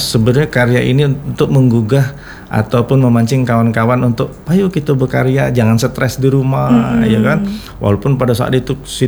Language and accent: Indonesian; Palembang, South Sumatra, Indonesia; kita sebagai orang Palembang harus bangga